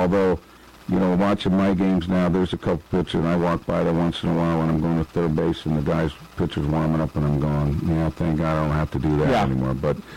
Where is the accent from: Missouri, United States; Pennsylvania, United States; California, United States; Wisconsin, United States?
California, United States; Could have played first base for the Dodgers, my hometown team, and all that kind of stuff.